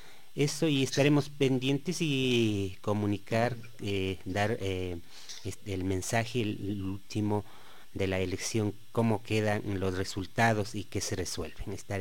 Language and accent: Spanish; Cotopaxi, Ecuador; yo soy de Jilingua